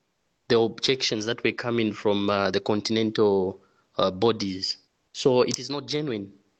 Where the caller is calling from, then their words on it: Lusaka, Lusaka Province, Zambia; from Lusaka, Zambia in Southern Africa.